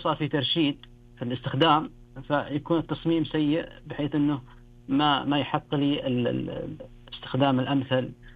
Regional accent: Saudi Arabia; عندنا الان في السعوديه

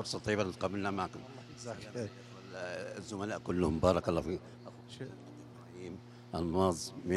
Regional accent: Egypt; moved away; أنا من مصر أساساً،

